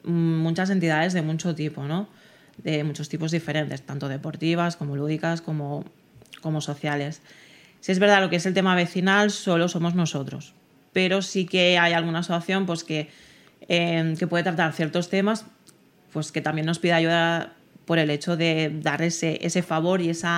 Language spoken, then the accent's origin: Spanish; Spain; yo, que soy de Can Roca